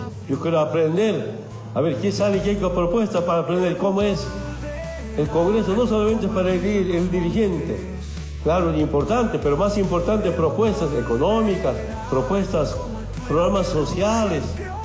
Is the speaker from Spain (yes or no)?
no; Bolivia